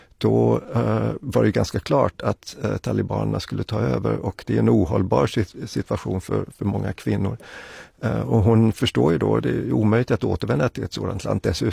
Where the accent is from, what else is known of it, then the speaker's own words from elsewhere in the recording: Sweden; born there; Ja, min far är grek, jag är född i Sverige, jag har en österrikisk mor.